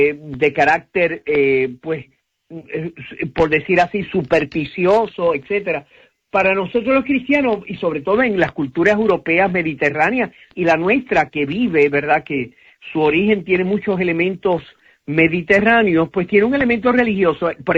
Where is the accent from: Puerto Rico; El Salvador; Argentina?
Puerto Rico; born there; moved away; also born or lived in New York; los puertorriqueños, algunos que nacimos allá